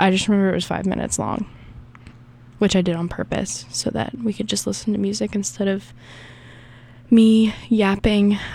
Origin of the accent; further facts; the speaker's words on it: the South, United States; I'm from the South, and I say pecan.